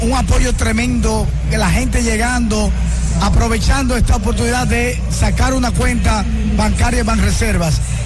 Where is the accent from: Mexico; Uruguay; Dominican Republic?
Dominican Republic; San Francisco de Macorís, Duarte; desde mi terruño, desde mi querido pueblo San Francisco de Macorís